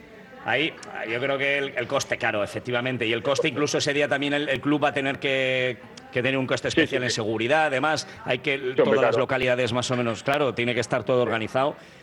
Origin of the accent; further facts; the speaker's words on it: Sestao, Basque Country, Spain; now in Portugalete, Spain; esto lo dice uno de Sestao. No vivo en Sestao ahora, vivo en Portugalete.